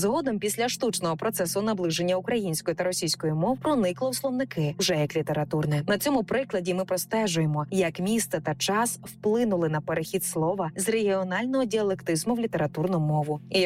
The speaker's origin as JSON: {"language": "Ukrainian", "town": "Knyazha", "region": "Cherkasy Oblast", "country": "Ukraine", "tie": "born or raised there", "said": "мого рідного села Княжа на Черкащині"}